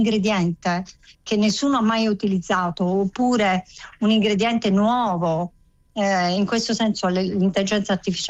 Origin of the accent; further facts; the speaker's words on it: Apulia, Italy; io sono pugliese e in questo momento mi trovo in Puglia